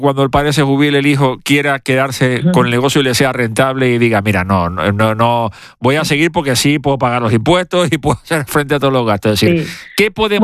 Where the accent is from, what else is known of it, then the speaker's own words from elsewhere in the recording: Santa Cruz de Tenerife, Canary Islands, Spain; Yo que soy de Santa Cruz, seguro que muchos laguneros se van a sentir identificados conmigo.